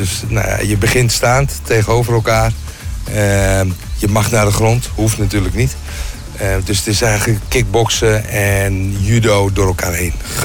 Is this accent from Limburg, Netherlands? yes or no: no; Beverwijk, North Holland, Netherlands; Ik kom uit Beverwijk.